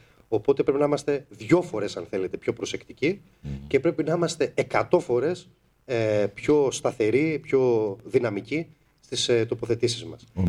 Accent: Greece; σαν Έλληνες πολίτες πάνω απ' όλα εμείς

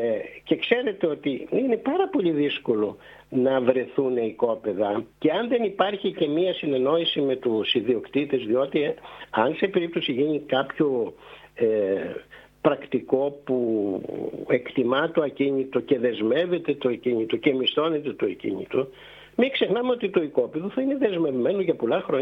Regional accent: Samos, North Aegean, Greece; προσφέρω αφιλοκερδώς τη Σάμμο. Προσπαθώ να βοηθήσω τον τόπο μου και το νησί μου όπως μπορώ.

